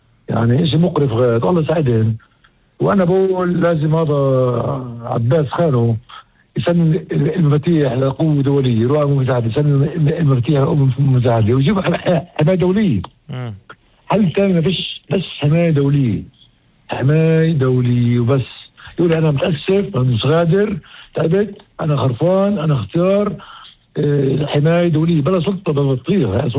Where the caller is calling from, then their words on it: the north, Israel; من الشمال.